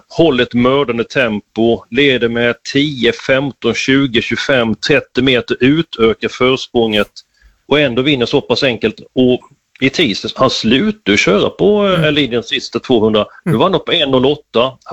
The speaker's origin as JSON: {"language": "Swedish", "town": "Laholm", "region": "Halland County", "country": "Sweden", "tie": "born there", "said": "jag är född i Laholm"}